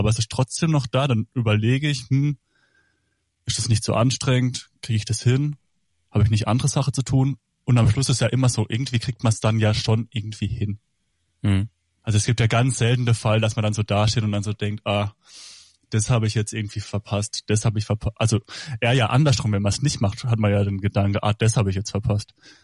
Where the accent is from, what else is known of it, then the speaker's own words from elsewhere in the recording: Baden-Württemberg, Germany; accent: Badisch; Also ich komme aus dieser Hoberg-Bubble, was man an meinem Dialekt wahrscheinlich hört